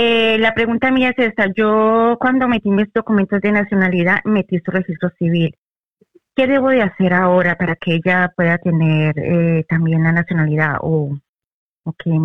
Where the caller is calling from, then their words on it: Basque Country, Spain; Habla con … del País Vasco.